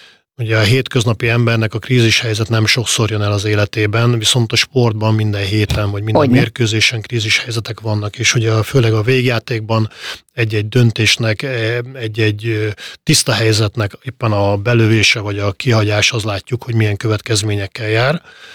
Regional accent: Hungary; de én azt gondolom, hogy azért magyarok vagyunk

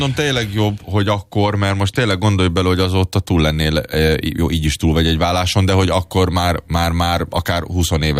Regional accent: Budapest, Hungary; born there; also born or lived in Germany; én egy újpesti fenegyerek vagyok, ugye ott is nőttem fel

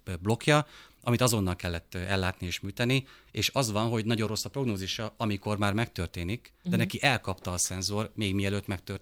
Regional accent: Szabolcs-Szatmár-Bereg, Hungary; én Szabolcsi vagyok

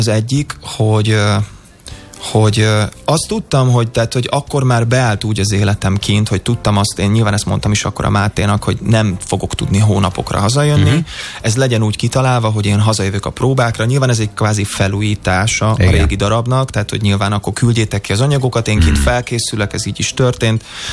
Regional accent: Hungary; moved away as an adult

